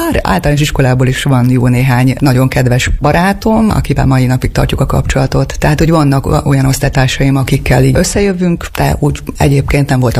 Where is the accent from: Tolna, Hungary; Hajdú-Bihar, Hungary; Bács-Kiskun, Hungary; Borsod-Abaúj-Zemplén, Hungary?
Hajdú-Bihar, Hungary; Debrecen; also born or lived in Nyíradony; Nyíradonyi származású vagyok, Debrecenben születtem 1973-ban